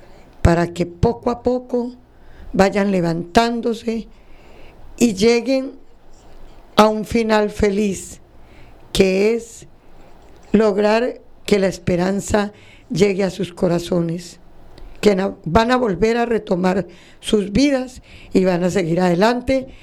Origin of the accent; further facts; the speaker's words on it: Arauca, Colombia; como colombianos, como araucanos